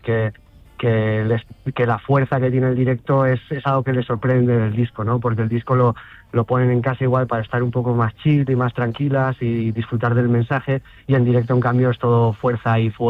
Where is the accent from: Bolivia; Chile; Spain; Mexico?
Spain; Pamplona, Navarre; Ten en cuenta que nosotros somos de Pamplona, pero tenemos equipo que son de Madrid